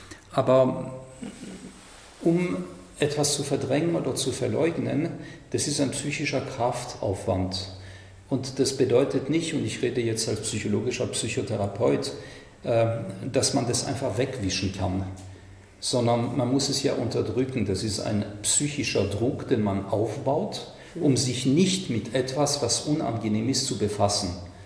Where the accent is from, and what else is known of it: France; German is a second language